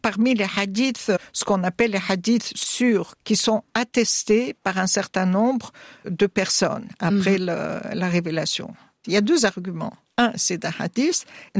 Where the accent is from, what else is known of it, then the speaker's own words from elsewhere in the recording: Tunisia; chez nous en Tunisie